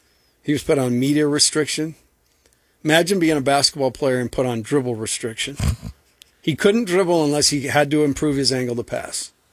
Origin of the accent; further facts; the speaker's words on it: Des Moines, Iowa, United States; We're from Des Moines, and we saw this young man playing with a beard.